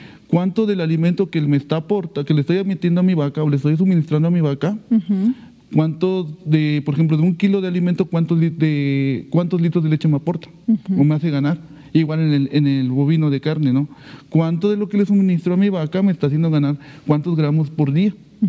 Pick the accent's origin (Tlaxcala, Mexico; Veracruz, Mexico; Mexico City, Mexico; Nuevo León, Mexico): Veracruz, Mexico; Xalapa; De aquí de Jalapa, ¿verdad?